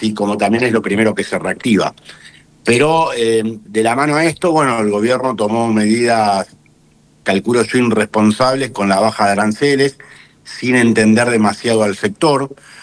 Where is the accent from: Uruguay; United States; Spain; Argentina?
Argentina; somos una marca de nicho que hablamos de lo que somos los argentinos por medio de remeras.